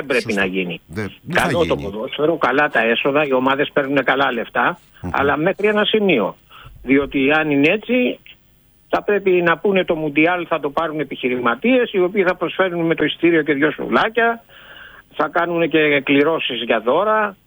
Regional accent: Greece; Γιατί είμαι Έλληνας

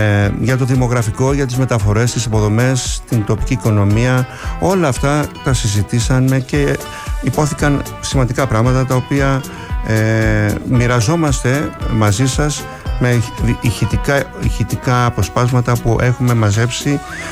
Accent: Kasos, South Aegean, Greece; στο νησί μου, στην Κάσο

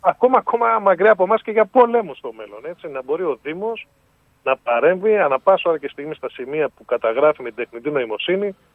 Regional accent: Athens, Attica, Greece; Εγώ πάλι είμαι ο Δήμαρχος Ελληνικού Αργυρούπολης, είμαι από την Αθήνα.

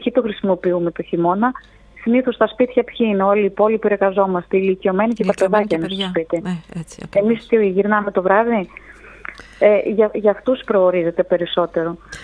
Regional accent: Greece; Βέβαια, εμείς σαν Έλληνες έχουμε μάθει στη δυσκολία.

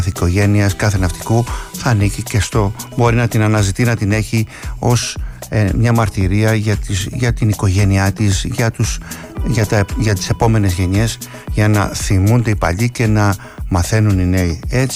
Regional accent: Kasos, South Aegean, Greece; στο νησί μου την Κάσο

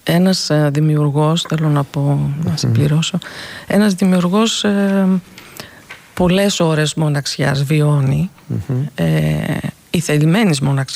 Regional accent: Thessaloniki, Central Macedonia, Greece; moved away as an adult; also born or lived in Zurich; now in Piraeus, Greece; Ναι, γεννήθηκα στη Ζηρίχη, αλλά 2 ετών επέστρεψαν οι γονείς μου στην Ελλάδα, στη Θεσσαλονίκη, και έτσι μεγάλωσα εκεί, σπούδασα εκεί.

